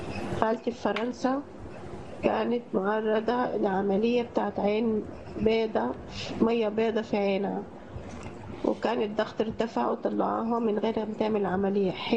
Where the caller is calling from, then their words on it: Sudan; من السودان